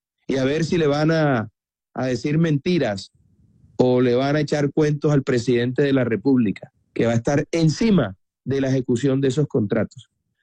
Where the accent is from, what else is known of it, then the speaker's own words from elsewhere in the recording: Caribbean Region, Colombia; Soy un hombre de provincia, soy un hijo del Caribe